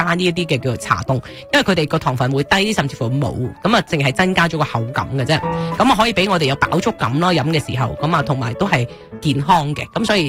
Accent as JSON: {"language": "Cantonese", "country": "Hong Kong"}